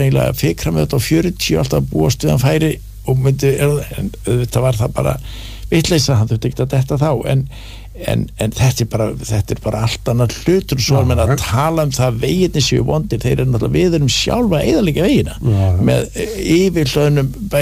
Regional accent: Kópasker, Northeastern Region, Iceland; also born or lived in Keflavík / Bifröst / Hafnarfjörður; now in Reykjavík, Iceland; fer síðan á Kópasker, á mínar heimaslóðir og þar skólastjóri 2 ár svo flutti ég suður Keflavíkur og svo upp í Bifröst í Borgarfirði

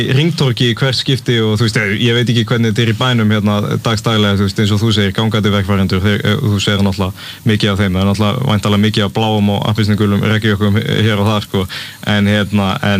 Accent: Grímsnes, Southern Region, Iceland; Og ég er úr Grímsnesinu, ég bjó í gullna ringnum

